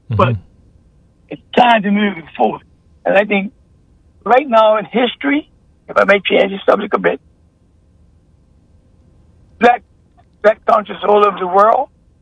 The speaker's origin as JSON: {"language": "English", "town": "St. David's", "region": "St. George's", "country": "Bermuda", "tie": "born or raised there", "said": "Growing up in St. David"}